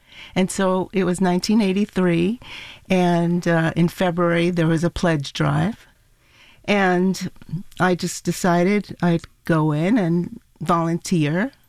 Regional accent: New York City, New York, United States; born there; also born or lived in Buenos Aires, Argentina; now in Los Angeles, United States; My parents emigrated to the United States when I was about 2.5 years old. We went to New York, so I grew up in New York City and in Buenos Aires. And then we decided to come to L.A.

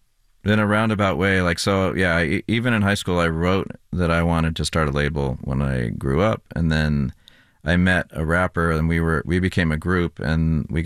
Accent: San Jose, California, United States; I grew up in San Jose.

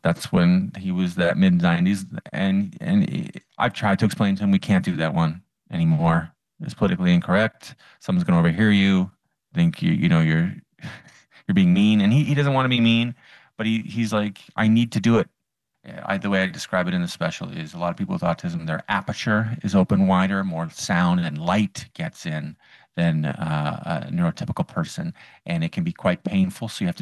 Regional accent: Ottawa, Ontario, Canada; born or raised there

